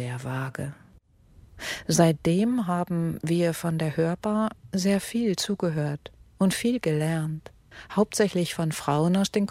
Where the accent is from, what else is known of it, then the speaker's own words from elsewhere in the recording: Hamm, North Rhine-Westphalia, Germany; born there; moved away; in Hamm geboren und zwischenzeitlich anderswo unterwegs und seit 2011 wieder in Hamm.